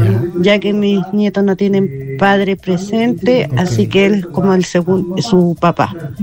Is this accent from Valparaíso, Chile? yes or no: yes; Viña del Mar, Valparaíso, Chile; Así que somos de acá, de Villa La Pradera, Viña del Mar.